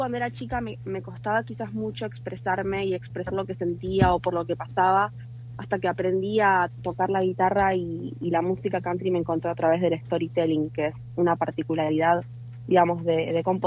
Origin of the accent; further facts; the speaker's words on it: Argentina; se ha encontrado con esta crítica de che, sos argentina